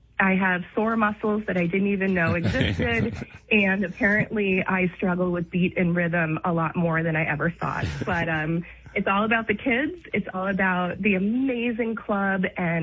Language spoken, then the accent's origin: English; Chatham, New Jersey, United States; The Chatham Courier or the Daily Record out of Morris County in New Jersey. So the Chatham Courier was something that we always tried to get in on.